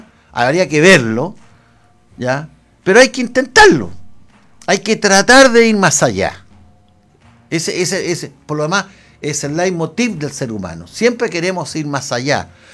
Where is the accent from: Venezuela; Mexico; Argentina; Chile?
Chile; Pero somos pobres chilenos.